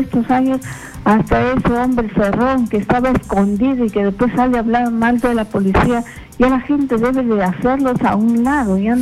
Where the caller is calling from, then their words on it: Chiclayo, Lambayeque, Peru; Ya, yo soy de Chiclayo.